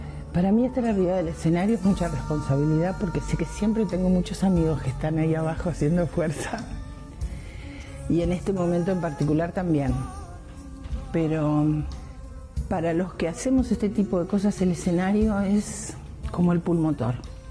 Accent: Buenos Aires, Argentina; born there; now in Ushuaia, Argentina; Yo hace 48 años que estoy aquí, pero antes de aquí yo nací en La Boca y toda mi casa era una casa de música. Así que cuando yo me vine a Ushuaia

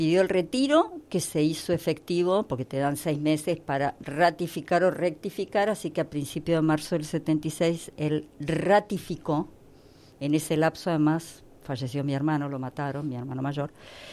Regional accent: La Plata, Buenos Aires Province, Argentina; also born or lived in Cañada de Gómez; Cañada de Gómez y después ya nos instalamos en la ciudad de La Plata. Que yo digo, si me preguntan de dónde sos, soy platense.

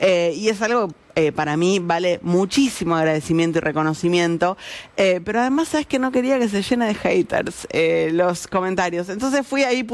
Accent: Argentina

